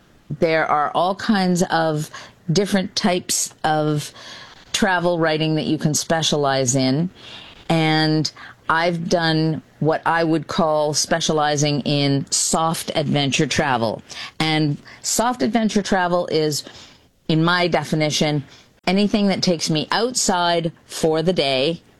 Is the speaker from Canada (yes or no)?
yes; Canada; I'm incredibly proud to be Canadian, never more so than right now.